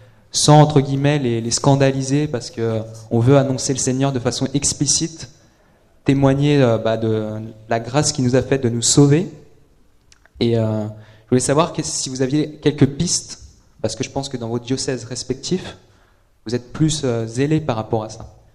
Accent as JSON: {"language": "French", "town": "Reims", "region": "Grand Est", "country": "France", "said": "donc je viens de Reims"}